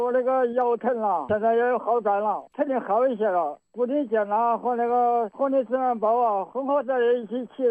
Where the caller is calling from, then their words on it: Yichang, Hubei, China; 我是宜昌的，宜昌小店头，